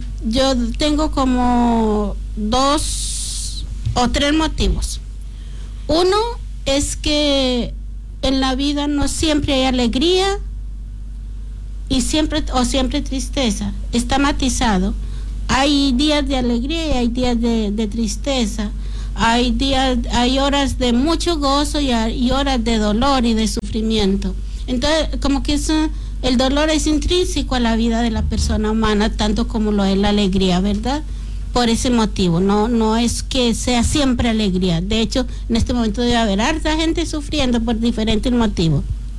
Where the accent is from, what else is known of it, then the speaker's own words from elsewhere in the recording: Colombia; Nosotros los dos somos colombianos y nosotros comenzamos a celebrar Navidad desde noviembre.